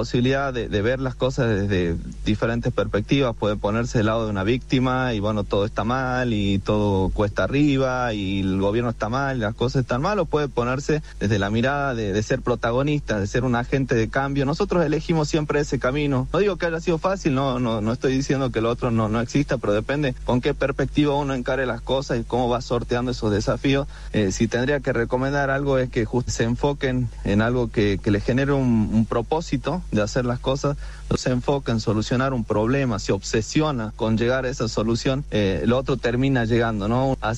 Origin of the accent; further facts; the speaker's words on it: Tilcara, Jujuy, Argentina; Yo soy de Tilcara